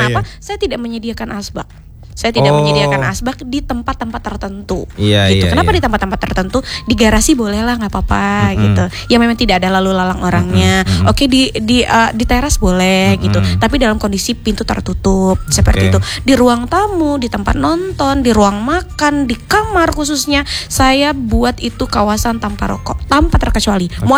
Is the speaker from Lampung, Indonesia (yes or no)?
yes; Lampung, Indonesia; Karena itu tadi para saya kebetulan dari Kabupaten Tulang Bawang Barat.